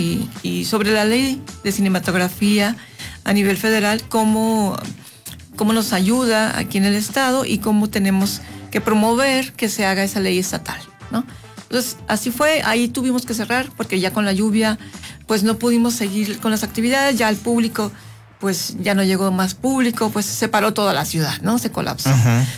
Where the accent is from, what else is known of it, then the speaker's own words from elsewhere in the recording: Sinaloa, Mexico; moved away as an adult; now in San Luis Potosí, Mexico; En Sinaloa, en mi tierra natal